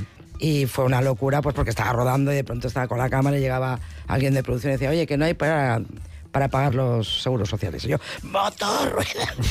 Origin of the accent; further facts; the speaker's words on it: Basque Country, Spain; moved away as an adult; now in Madrid, Spain; con 19 años porque era de un caserío. Y claro, en Madrid yo estaba todo el rato reivindicando que yo soy del País Vasco, ¿qué pasa aquí, no?